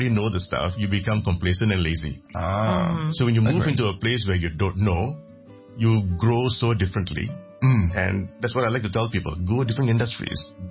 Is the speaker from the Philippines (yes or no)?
no; Malaysia; Growing up in Malaysia wasn't easy. And when you look like me and you talk like me, it is already putting a different pressure.